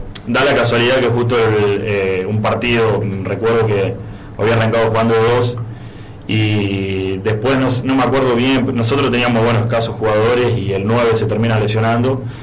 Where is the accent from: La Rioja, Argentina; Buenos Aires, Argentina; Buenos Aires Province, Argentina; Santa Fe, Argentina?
Santa Fe, Argentina; Carlos Pellegrini; Bueno, yo soy de Carlos Pellegrini, de acá de la provincia de Santa Fe, un pueblito que queda a 150 o 200 kilómetros.